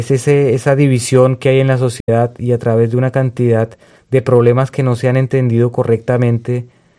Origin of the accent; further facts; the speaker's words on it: Colombia; now in Germany; de tener una hija que tiene una mamá alemana y yo como colombiano